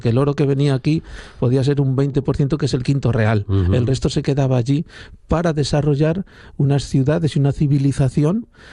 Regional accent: Spain; Sí, yo a veces me siento más español allí que aquí.

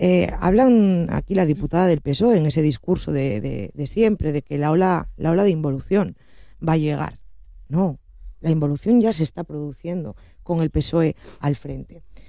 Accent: Asturias, Spain

